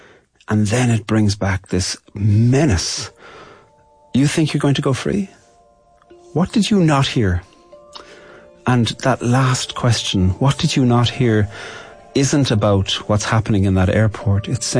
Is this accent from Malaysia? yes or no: no; Ireland; I'm a poet from Ireland